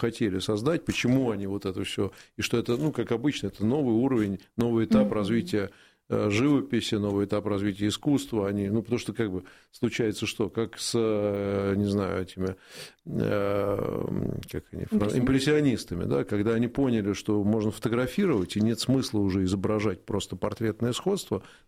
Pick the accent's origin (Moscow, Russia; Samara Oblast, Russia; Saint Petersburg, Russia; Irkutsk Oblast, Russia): Moscow, Russia; И, конечно, я как москвич, например, ну, это ужас.